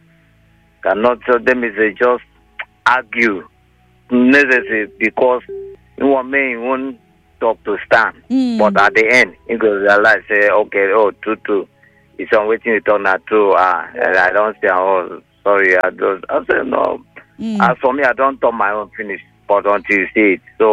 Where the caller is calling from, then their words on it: Akwa Ibom, Nigeria; from Akwa Ibom State.